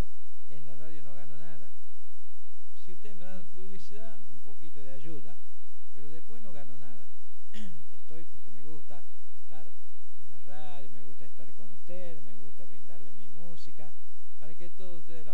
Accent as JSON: {"language": "Spanish", "country": "Argentina", "said": "soy argentino, pero no me interesa el mundial."}